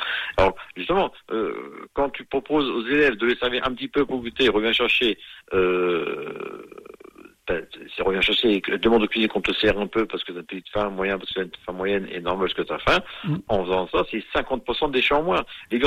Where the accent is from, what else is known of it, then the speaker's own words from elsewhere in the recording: Saint-Amand-les-Eaux, Hauts-de-France, France; born there; moved away; je suis né à Saint-Amand-les-Eaux